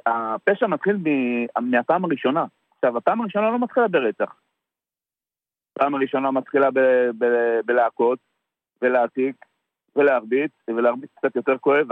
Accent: Tel Aviv, Tel Aviv District, Israel; now in Yavne, Israel; אני גדלתי בשכונת התקווה. לא של היום.

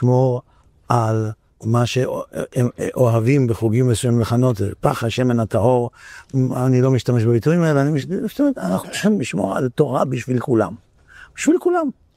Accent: Netanya, Central District, Israel; אני גדלתי בנתניה. היינו משפחות חרדיות בודדות.

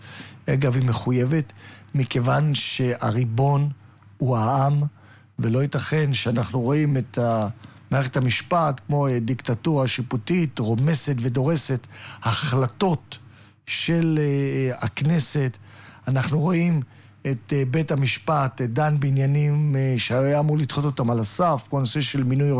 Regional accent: Holon, Tel Aviv District, Israel; אגב, אני מכיר לא מעט משפחות, במיוחד במקום שאני גדלתי, בו אני גדלתי בחולון, בשכונת תל גיבורים

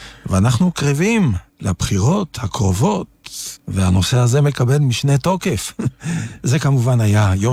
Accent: Netanya, Central District, Israel; גדלנו באותה השכונה. כן, כן, כאן בנתניה.

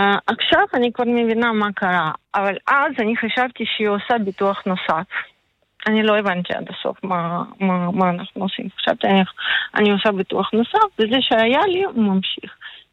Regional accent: Ukraine; now in Israel; אני מאוקראינה

